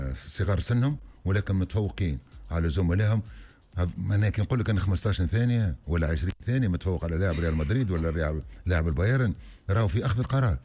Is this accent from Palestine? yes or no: no; Tunisia; فإحنا في تونس